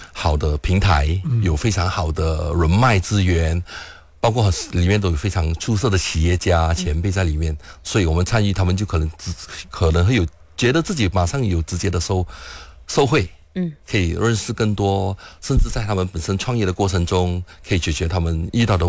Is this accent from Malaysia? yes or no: yes; Malaysia; 切我们马来西亚当下的文化，因为我们其实不是要求我们每一个青年都有拥有一样的文化、一样的思想，因为我们都来自不同的背景嘛，对不对？